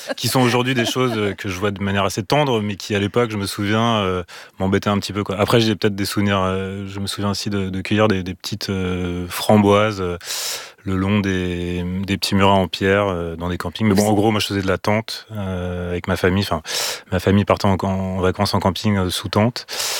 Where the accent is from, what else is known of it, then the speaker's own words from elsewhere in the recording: Lyon, Auvergne-Rhône-Alpes, France; Moi, je suis originaire de Lyon